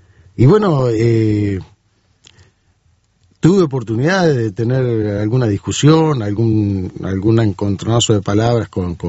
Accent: Mercedes, Soriano, Uruguay; yo no soy de Montevideo, soy del interior del país.

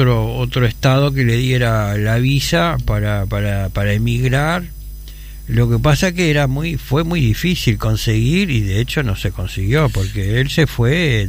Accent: Uruguay; born there; yo soy uruguayo y además viajaba con la cédula, sí, uruguaya.

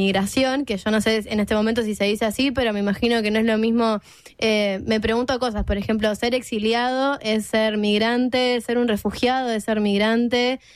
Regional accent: Uruguay

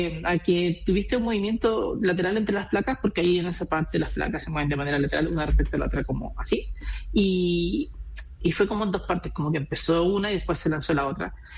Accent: Chile

